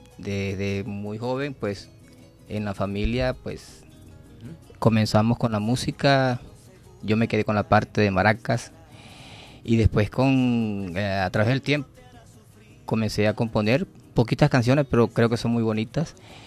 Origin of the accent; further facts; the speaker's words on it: Calabozo, Guárico, Venezuela; Yo vengo de Calabozo, Estado Guárico. Vengo de una familia de músicos, compositores y cantantes.